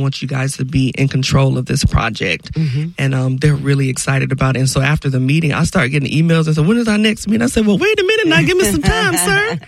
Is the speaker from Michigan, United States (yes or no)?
no; Orlando, Florida, United States; Well, I grew up in Pine Hills, Orlando. You know, graduated from Evans High School.